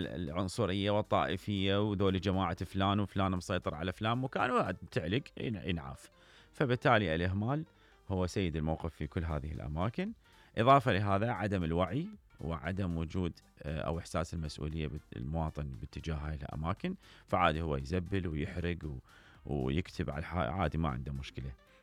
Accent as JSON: {"language": "Arabic", "country": "Iraq", "said": "اللي هي إحنا كمواطنين عراقيين مرات نقول نتخزى يعني شوي"}